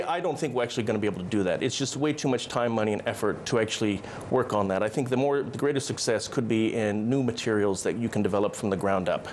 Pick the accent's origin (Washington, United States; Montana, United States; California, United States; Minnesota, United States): Washington, United States; Seattle; I'm from Seattle.